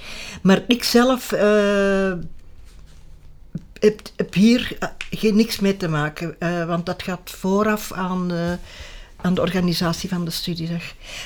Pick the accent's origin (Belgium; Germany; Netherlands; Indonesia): Belgium; Flanders; now in Antwerp, Belgium; Wel, ik ben eigenlijk van de Kempen afkomstig, maar ik ben begin jaren 70 in Antwerpen komen wonen, naar Antwerpen komen wonen.